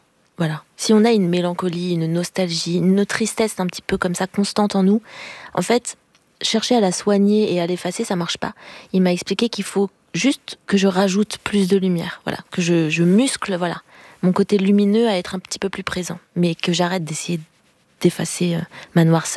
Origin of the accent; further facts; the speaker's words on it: Paris, Île-de-France, France; Moi, vraiment à Paris, voilà. Parisienne, je suis née voilà, dans le Paris même.